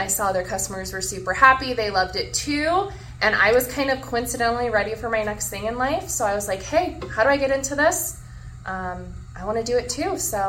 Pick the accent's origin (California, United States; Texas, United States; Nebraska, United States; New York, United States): Nebraska, United States; now in Blair, United States; I grew up in Nebraska, and we've been here for a little over 3 weeks.